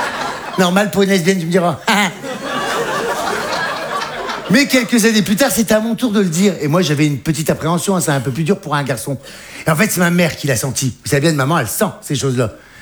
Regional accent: Hauts-de-France, France; là d'où je viens, c'est bien. Parce que moi, j'ai un petit village du Nord, là-haut, là, tu sais, à la frontière belge.

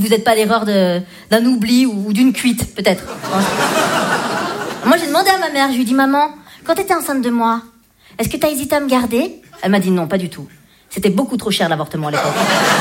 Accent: Vietnam; Alors que non, je suis vietnamienne yougoslave.

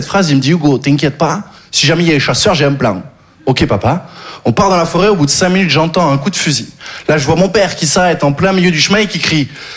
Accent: Occitanie, France; Je viens du sud, j'ai grandi dans le Gard.

